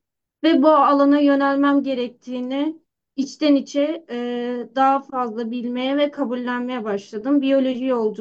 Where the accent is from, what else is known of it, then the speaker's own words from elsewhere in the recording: Adana, Turkey; Ben Adanalıyım ve doğayla kurduğum ilişki sürekli yazlara yaylaya gitmemizden dolayı yıllardır var, çok küçüklükten beri.